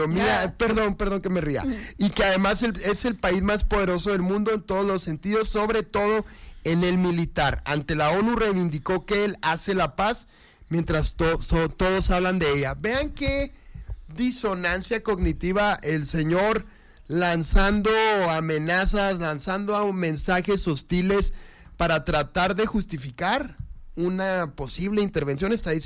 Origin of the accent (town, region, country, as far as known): Mexico